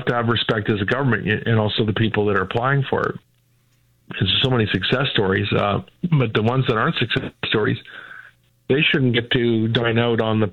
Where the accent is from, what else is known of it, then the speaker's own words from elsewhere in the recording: Canada; We're Canadian and you're proud of it.